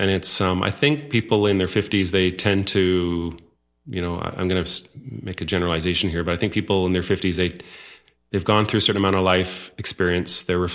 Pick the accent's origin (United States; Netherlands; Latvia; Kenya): Netherlands; first language Dutch; English is a second language; I'm Dutch. My mom and dad were Dutch. I'm a Dutch citizen as my first language.